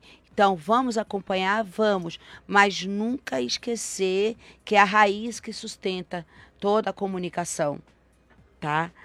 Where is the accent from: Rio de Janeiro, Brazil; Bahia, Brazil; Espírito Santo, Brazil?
Bahia, Brazil; Eu já tinha feito algo regionalmente na Bahia, que eu sou baiana.